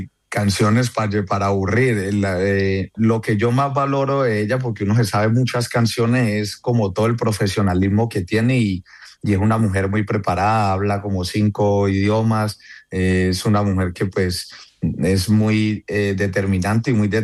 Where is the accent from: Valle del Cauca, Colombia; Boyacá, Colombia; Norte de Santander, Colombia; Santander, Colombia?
Valle del Cauca, Colombia; Cali